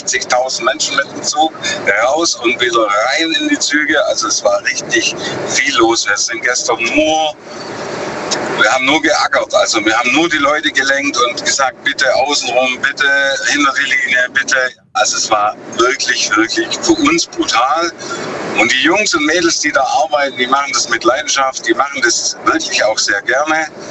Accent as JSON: {"language": "German", "town": "Lenningen", "region": "Baden-Württemberg", "country": "Germany", "said": "Ich bin aus Lenningen."}